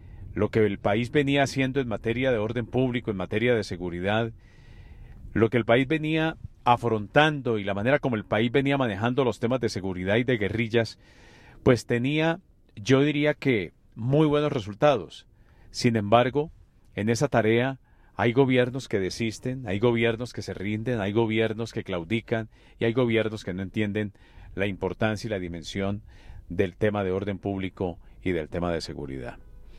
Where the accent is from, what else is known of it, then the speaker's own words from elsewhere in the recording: Bogotá, Bogotá Capital District, Colombia; Nosotros somos colombianos por esencia, pero también somos bogotanos por esencia.